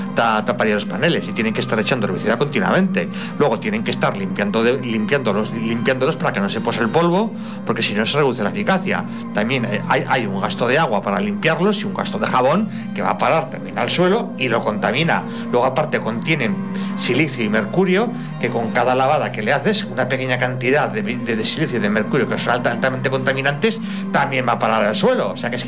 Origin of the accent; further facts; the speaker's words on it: Aragon, Spain; En mi pueblo iban a poner un parque eólico, pero al final nos libramos, pero como está la laguna de Gallo Canta al lado, pues...